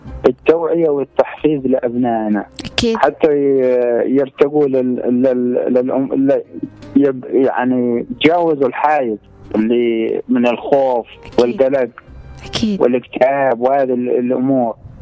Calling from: Hadhramaut, Yemen; من حضرموت.

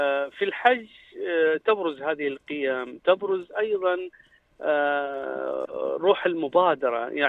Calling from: Jeddah, Makkah Province, Saudi Arabia; أنا أتكلم من جدة حاليا

